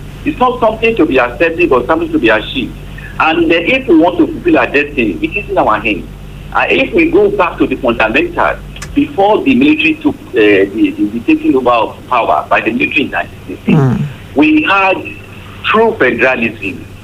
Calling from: Iwaroka, Nigeria; I'm calling from Iwaroka.

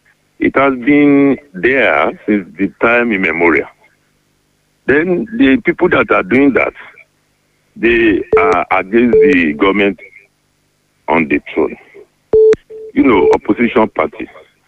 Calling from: Arigidi, Ondo, Nigeria; I'm calling from Agbaluku, Arigidi.

